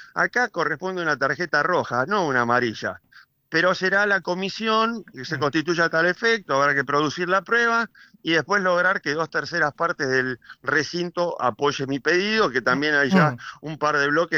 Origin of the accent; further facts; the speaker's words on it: Río Negro, Argentina; Pero también yo soy de Río Negro, intervino en violación de domicilio en campos rionegrinos